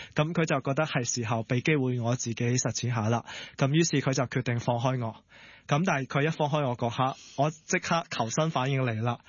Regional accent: Chaozhou, Guangdong, China; 即係雖然我是潮州人啦，都係好近海啦，但係唔知點解由細到大你屋企係叫我哋唔好去水庫啊

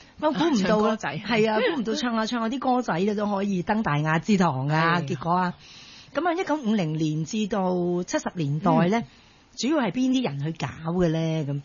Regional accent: Guangdong, China; 咁但係當然我哋本身係廣東人嚟噶嘛。

